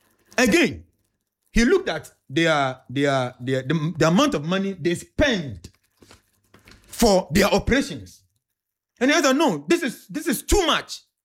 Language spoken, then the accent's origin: English; Ghana; me being a Ghanaian